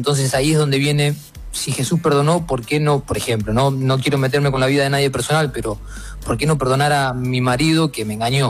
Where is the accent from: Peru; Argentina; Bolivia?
Argentina; yo no me puedo estar peleando con una persona que es de Ecuador porque yo soy de Argentina.